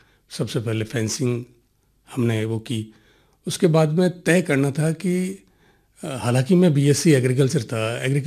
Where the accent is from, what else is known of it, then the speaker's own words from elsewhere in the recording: Pali district, Rajasthan, India; also born or lived in Udaipur; मैं एक किसान परिवार से बिलोंग करता हूँ। मेरा गांव पोमावा है, पाली डिस्ट्रिक्ट है और सुमेरपुर तहसील है।